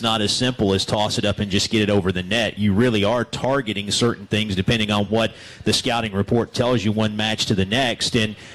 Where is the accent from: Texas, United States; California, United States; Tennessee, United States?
Tennessee, United States; And I'm from East Tennessee.